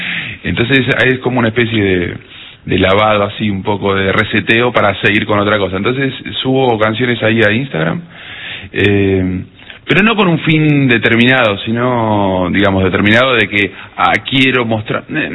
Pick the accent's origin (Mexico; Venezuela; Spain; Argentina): Argentina; Cutral Có, Neuquén; now in Buenos Aires, Argentina; Yo soy de Cutralcó, Neuquén. Muy folclórico, no soy un experto fundamentalista del folclore, pero sí tengo mucha raíz folclórica porque me crié en Las Peñas